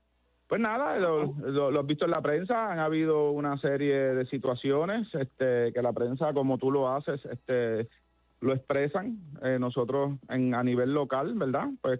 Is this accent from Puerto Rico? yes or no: yes; Cabo Rojo, Puerto Rico; El candidato que uno entienda que no le ha respondido, en el caso mío, a mi pueblo, pues uno tiene que reclamarlo.